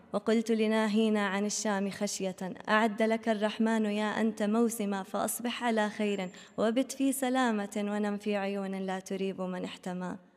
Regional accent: Jordan; also born or lived in Ramallah, Palestine (ancestry); now in Doha, Qatar; نعم، أنا من الأردن.

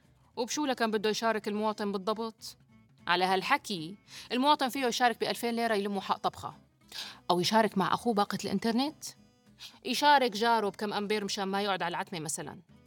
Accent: Syria; نحن وأنتو كسوريين

